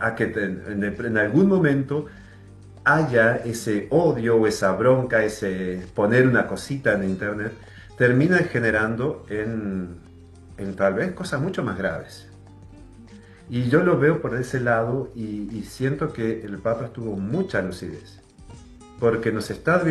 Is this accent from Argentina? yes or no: yes; Argentina; más allá de que yo sea argentino